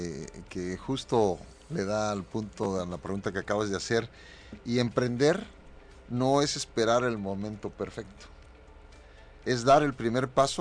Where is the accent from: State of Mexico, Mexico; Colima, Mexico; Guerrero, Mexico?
Guerrero, Mexico; Acapulco; Soy nativo de Acapulco, de una familia totalmente nativa